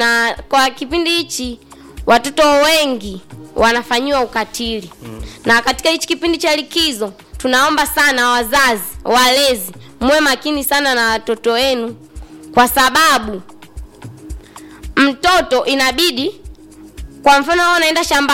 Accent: Kilogota, Tanzania; Natokea kata ya Kilogota.

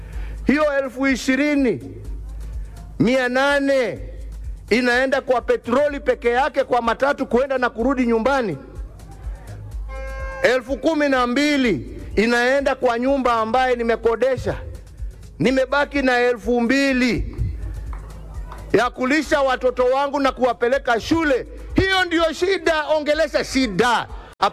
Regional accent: Kenya; Kama kweli sisi ni wa Kenya na tunapenda nchi yetu

